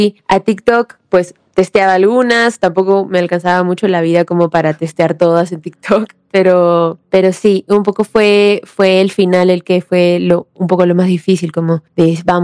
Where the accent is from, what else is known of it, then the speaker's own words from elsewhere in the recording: Lima, Peru; Yo estuve en el coro de mi colegio y también tuve una formación pues musical ahí en mi país, en Lima.